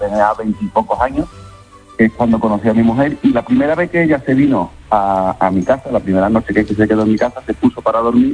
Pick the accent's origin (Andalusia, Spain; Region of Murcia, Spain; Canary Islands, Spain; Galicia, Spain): Andalusia, Spain; Matalascaña; Sí. Yo soy de Latino. De Matalascaña.